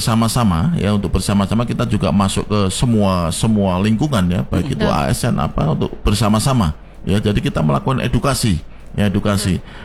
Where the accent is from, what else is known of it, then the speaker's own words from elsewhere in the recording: Salatiga, Central Java, Indonesia; Oh, Magelang. Tetanggaku tuh aku Salatiga tuh.